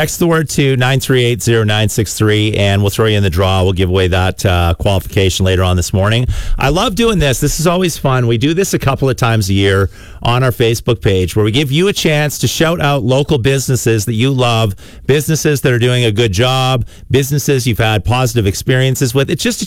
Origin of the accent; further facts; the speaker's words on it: Saskatoon, Saskatchewan, Canada; I grew up in Nutana and would search the neighborhood for spare change so I could buy myself a cream long john.